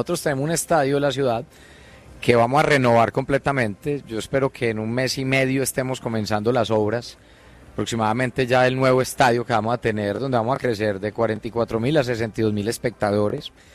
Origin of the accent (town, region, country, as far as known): Medellín, Antioquia, Colombia